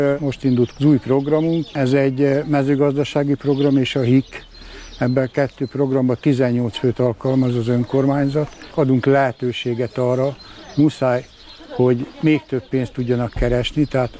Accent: Vajszló, Baranya, Hungary; born there; Vajszlón születtem a cigánysoron, egy sárkunyhóba kezdtem az egészet.

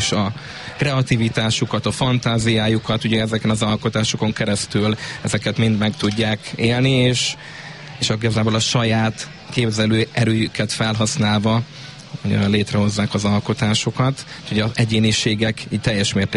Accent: Túrkeve, Jász-Nagykun-Szolnok, Hungary; itt a szülővárosomban

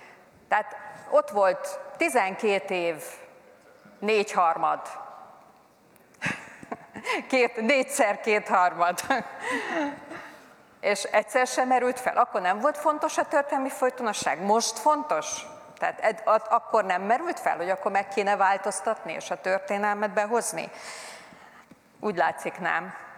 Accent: Hungary; akik magyarnak érezzük magunkat, magyarok vagyunk, tiszteljük azt, ahonnan jövünk.

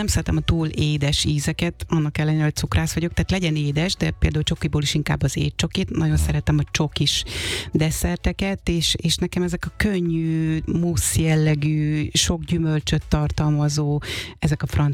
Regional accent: Békés, Hungary; Békés megyéből származom egyébként

